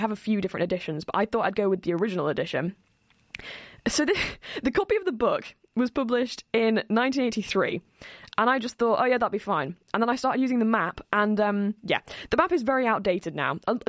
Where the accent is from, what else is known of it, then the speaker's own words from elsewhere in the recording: Sheffield, Yorkshire and the Humber, United Kingdom; I personally say genel. I'm from Sheffield and I say genel. I don't know whether that's what most Sheffielders call it